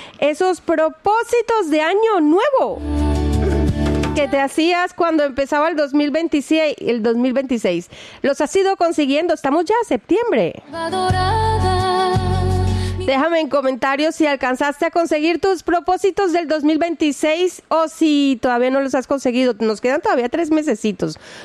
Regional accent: Caribbean Region, Colombia; yo soy de Colombia, me voy de vacaciones y digo, wow, la temperatura de mi Caribe colombiano no se compara a ningún mar.

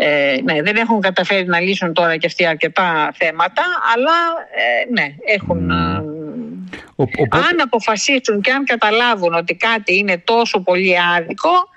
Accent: Greece; now in Ireland; εγώ αισθάνθηκα ως Ελληνίδα εκτός Ελλάδας

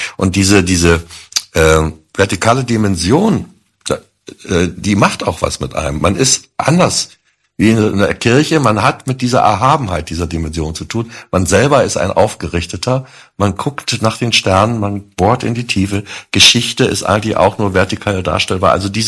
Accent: Berlin, Germany

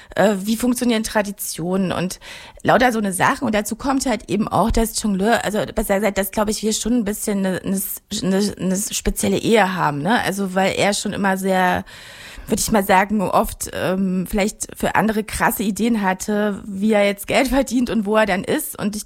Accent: Germany; mein Mann kommt eben aus Korea, ich komme aus Deutschland

